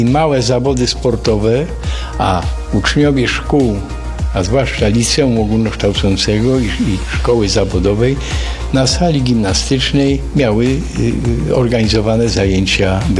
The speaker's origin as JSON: {"language": "Polish", "town": "Skawina", "region": "Lesser Poland", "country": "Poland", "tie": "born or raised there", "said": "jestem mieszkańcem rodowitym z Skawiny, głównie nauczyciel geografii i plastyki."}